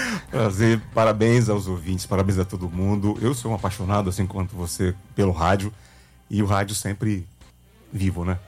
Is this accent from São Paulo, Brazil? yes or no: no; Ceará, Brazil; born there; now in Fortaleza, Brazil; lá do Cariri, que é minha terra querida.